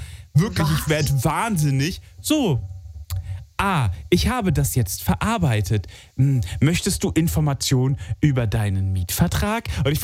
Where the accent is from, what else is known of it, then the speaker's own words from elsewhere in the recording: Alzey, Rhineland-Palatinate, Germany; Aus der Nähe, ja. Ich bin in Alzey groß geworden. Das ist nicht weit weg.